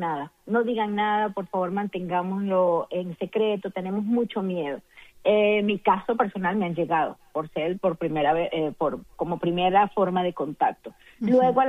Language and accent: Spanish; Venezuela; now in Doral, United States; Más del 40% de los habitantes somos venezolanos, por cierto